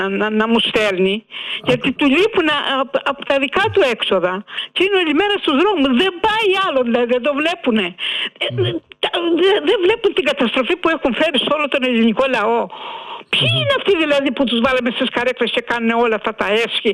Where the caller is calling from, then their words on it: Athens, Attica, Greece; είμαι από Αμπελοκήπους.